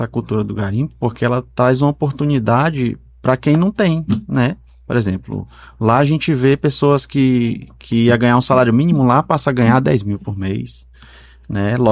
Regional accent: Roraima, Brazil; also born or lived in Amazonas, Brazil / Georgetown, Guyana; Ex-amazonense, eu sou roraimense.

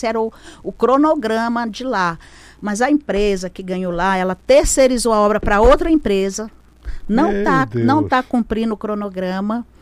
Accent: São João da Baliza, Roraima, Brazil; eu sou lá do sul do estado, sou lá do Baliza.

